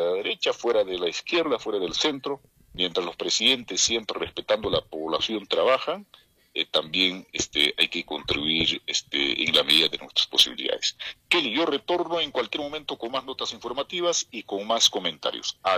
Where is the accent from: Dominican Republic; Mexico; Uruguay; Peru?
Peru; Hay que seguir trabajando como peruanos